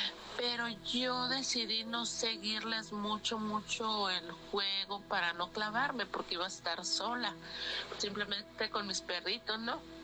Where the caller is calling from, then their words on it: Sonora, Mexico; los escucho desde Sonora.